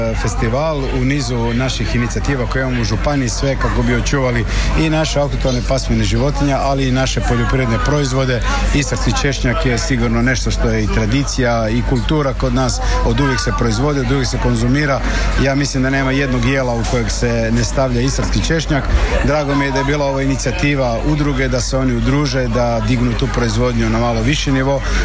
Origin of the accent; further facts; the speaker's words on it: Istria County, Croatia; kod nas u Istri